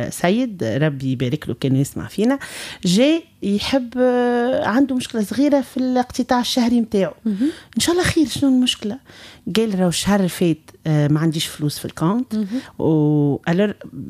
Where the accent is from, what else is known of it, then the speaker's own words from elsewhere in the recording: Tunisia; احنا والحمد لله التوانسة معروفين بالبهجة في مناسباتنا